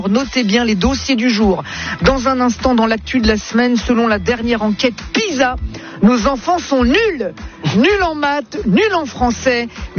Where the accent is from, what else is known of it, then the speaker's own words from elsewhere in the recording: Italy; French is a second language; moi, je parle, je suis italien, moi je parle avec les mains, moi tu le sais bien.